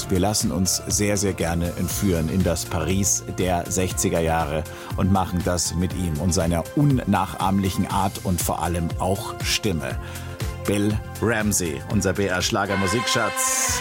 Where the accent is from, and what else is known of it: Germany